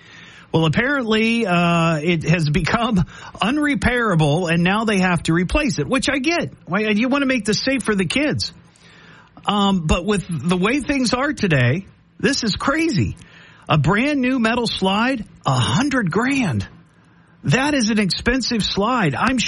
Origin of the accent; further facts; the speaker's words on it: Beavercreek, Ohio, United States; my hometown, Beaver Creek.